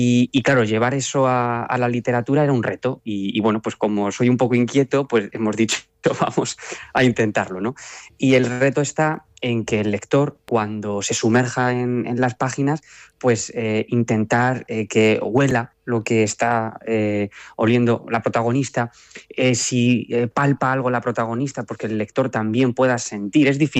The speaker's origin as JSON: {"language": "Spanish", "town": "Lillo", "region": "Castilla-La Mancha", "country": "Spain", "tie": "born or raised there", "moved": "yes", "lives_now": "Talavera de la Reina, Spain", "said": "mi pueblo, que es donde me he criado"}